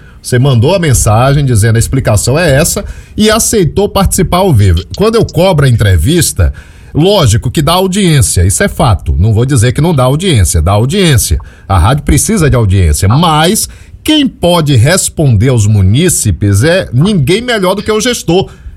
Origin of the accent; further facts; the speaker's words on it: Feira de Santana, Bahia, Brazil; now in Serra do Ramalho, Brazil; Feira de Santana, minha cidade natal, que tem quase 700 mil habitantes.